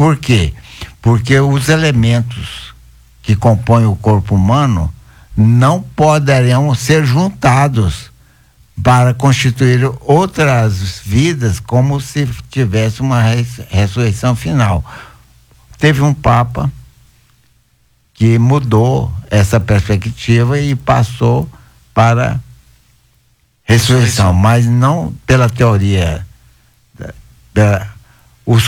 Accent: Anápolis, Goiás, Brazil; moved away; também sou de Anápolis, originário de Anápolis. Morei na rua de 7 de setembro. 241

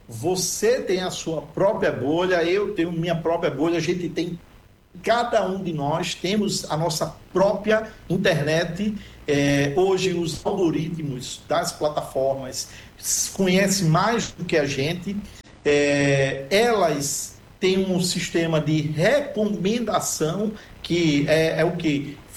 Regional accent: North and Northeast, Brazil; de todos nós que somos do Norte e Nordeste.

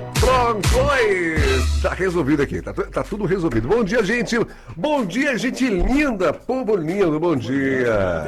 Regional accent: Salvador, Bahia, Brazil; sou aqui de Salvador, Bahia.

